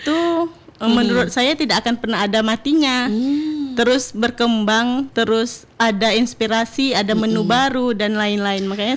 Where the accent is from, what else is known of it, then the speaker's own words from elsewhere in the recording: Medan, North Sumatra, Indonesia; now in Pekanbaru, Indonesia; Saya berasal dari Medan, yaitu dari Kabupaten Batubara.